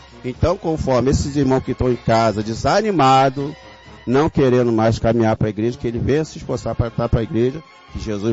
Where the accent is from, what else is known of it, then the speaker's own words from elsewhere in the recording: Niterói, Rio de Janeiro, Brazil; Eu venho de Piratininga.